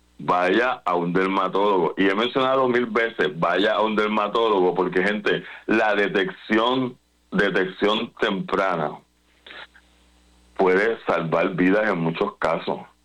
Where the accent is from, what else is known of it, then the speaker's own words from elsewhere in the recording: Puerto Rico; nos afecta a nosotros como puertorriqueños también